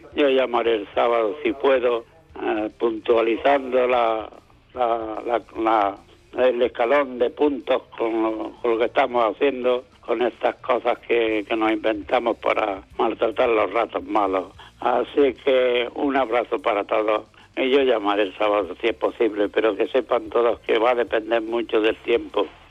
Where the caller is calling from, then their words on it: Almuñécar, Andalusia, Spain; de Almuñécar